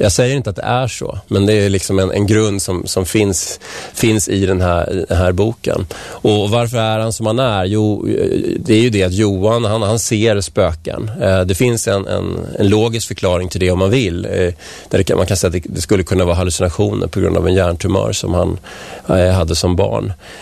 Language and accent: Swedish; Vällingby, Stockholm County, Sweden; also born or lived in Strängnäs; Jag kom från Vällingby från början och sen har jag bott i stan och jag har bott i Strängnäs då, som sagt. Men vi flyttade hit 2007